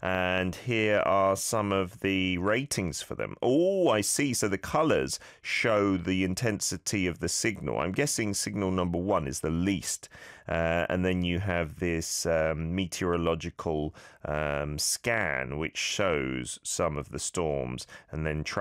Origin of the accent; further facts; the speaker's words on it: United Kingdom; I should say autumn as a Brit, shouldn't I?